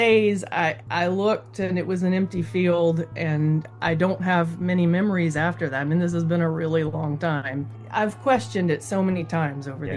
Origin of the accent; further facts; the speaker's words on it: Meridian, Mississippi, United States; this historic museum in my hometown of Meridian.